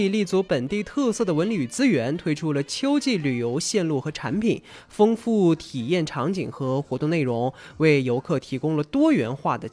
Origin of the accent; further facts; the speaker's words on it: Xinjiang, China; 这些我从小在新疆长大我都没体验过。